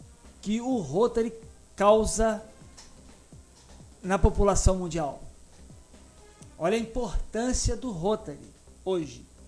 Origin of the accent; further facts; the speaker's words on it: Bom Jesus do Itabapuana, Rio de Janeiro, Brazil; Eu sou de Bom Jesus do Itabapuana